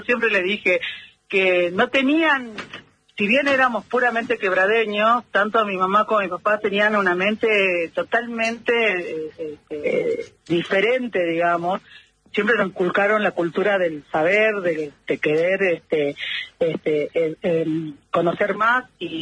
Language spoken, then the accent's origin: Spanish; Tilcara, Jujuy, Argentina; yo nací en un pueblo que era muy chico, donde todos nos conocíamos, y generalmente no tenía la afluencia turística que tiene hoy.